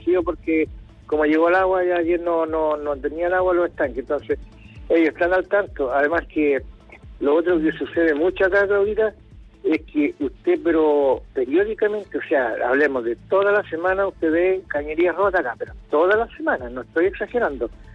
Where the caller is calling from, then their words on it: La Serena, Coquimbo, Chile; Desde el sector de las compañías altas aquí en La Serena.